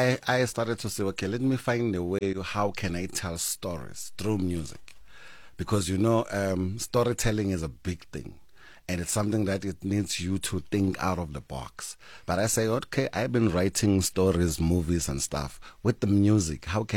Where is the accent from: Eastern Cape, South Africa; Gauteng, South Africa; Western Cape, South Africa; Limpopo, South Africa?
Gauteng, South Africa; Katlehong; You know, when you grow up in the township, sometimes I grow up, I'm coming from Katlehong, where I come from, where Questa is coming from.